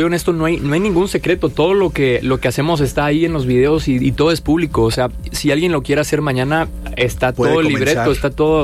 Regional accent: Monterrey, Nuevo León, Mexico; mucha gente piensa que somos de Ciudad de México, pero yo nací aquí y he vivido toda mi vida aquí. O sea, yo soy full regio de toda la vida.

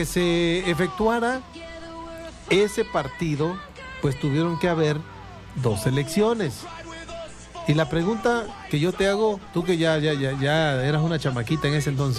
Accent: Mexico; para México, para nuestro país

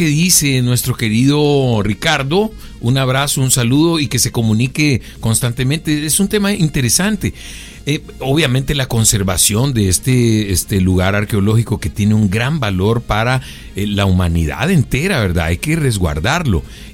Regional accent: Chalchuapa, Santa Ana, El Salvador; yo crecí en Chalchuapa, que es una zona arqueológica así por tradición

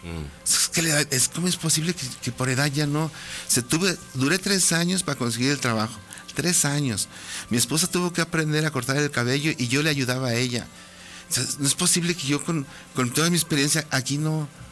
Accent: Aguascalientes, Mexico; also born or lived in San Luis Potosí; y luego de allá me vine otra vez aquí a Aguascalientes, pues yo soy de Aguascalientes.

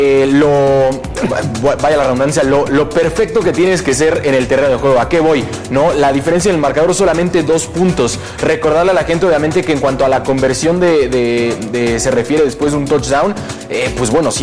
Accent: Mexico; tenemos expectativas altas, no solamente como mexicanos, sino en general en el planeta, se tienen expectativas altas de la selección mexicana

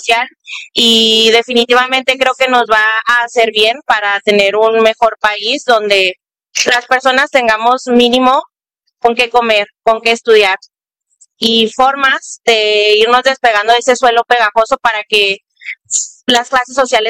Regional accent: Mexico; Creo que es bien importante que como mexicanos y mexicanas no veamos esto como una concesión ni como paternalismo del Estado.

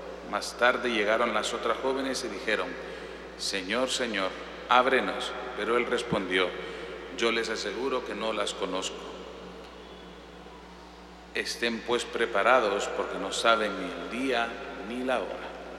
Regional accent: Honduras; como normalmente somos los hondureños

